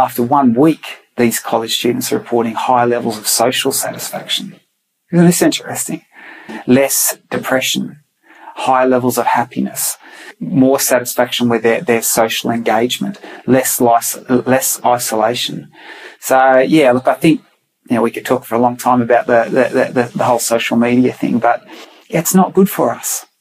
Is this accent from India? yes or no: no; Australia; In my book, I joke around because I'm an Aussie, you know, we give everything nicknames.